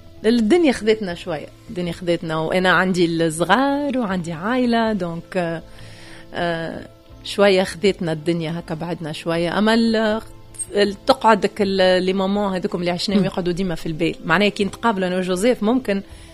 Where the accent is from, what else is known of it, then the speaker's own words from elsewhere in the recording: Tunisia; moved away as an adult; انا تونسية